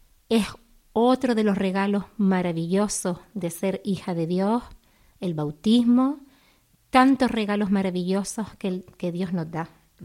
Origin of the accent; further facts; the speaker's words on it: Las Palmas, Canary Islands, Spain; moved away; also born or lived in Madrid / Fuensalida; Yo he vivido, aunque soy de Las Palmas, 24 años en Madrid. Y ahora hace 10 años que estoy en Las Palmas, otra vez en mi tierra. Yo siempre digo que mi tierra es Gran Canaria, mi ciudad Madrid, y mi pueblo Fuensalida, que es un pueblo de Toledo.